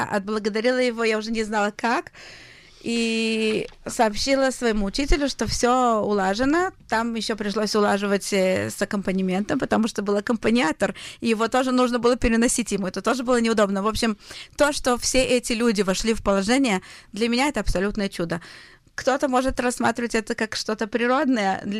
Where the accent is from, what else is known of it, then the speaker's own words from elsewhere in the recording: Israel; что я из Израиля, я еврейка